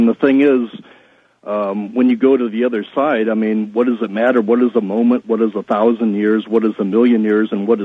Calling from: Auburn, Washington, United States

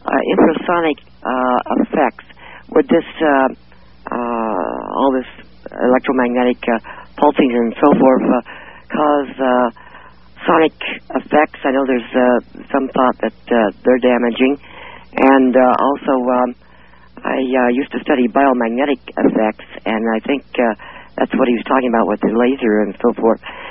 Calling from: Sunland, California, United States; I'm calling from Sunland, California.

